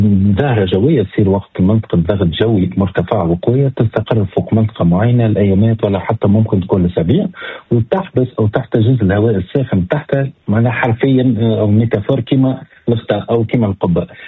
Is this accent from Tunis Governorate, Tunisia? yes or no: yes; Tunis, Tunis Governorate, Tunisia; عندنا في تونس العاصمة